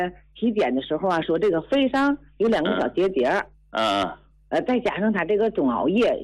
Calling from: Tianjin, China; 我家是天津的。

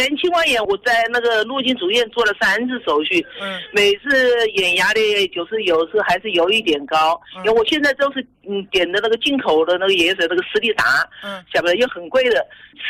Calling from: Wuhan, Hubei, China

